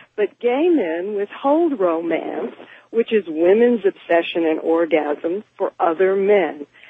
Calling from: San Antonio, Texas, United States; from San Antonio.

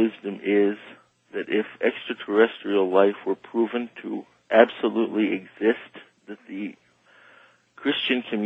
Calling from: Pennsylvania, United States; I'm calling you from Pennsylvania.

